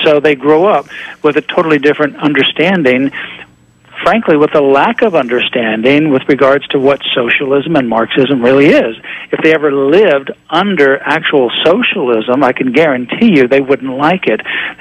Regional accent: Florida, United States; You know, when I grew up in Florida, when I was in K-12 school

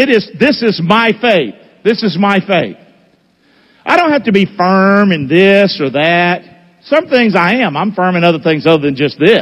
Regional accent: Rockingham, United States; I grew up in Rockingham. I was a hell raiser. God was a cuss word in my house.

